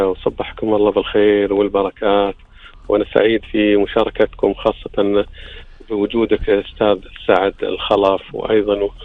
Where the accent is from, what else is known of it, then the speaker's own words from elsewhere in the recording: Kuwait; آبائنا عندنا بالكويت